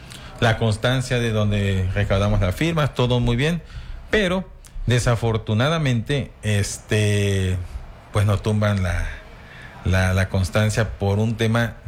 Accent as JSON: {"language": "Spanish", "town": "Paraíso", "region": "Tabasco", "country": "Mexico", "tie": "born or raised there", "said": "Soy originario de Paraíso, uh-huh. 100% paraiseño."}